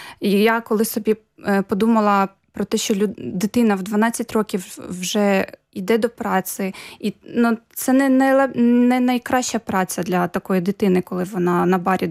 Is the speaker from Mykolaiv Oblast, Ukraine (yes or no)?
yes; Mykolaiv, Mykolaiv Oblast, Ukraine; І Миколаївська область, я взагалі сама з Миколаєва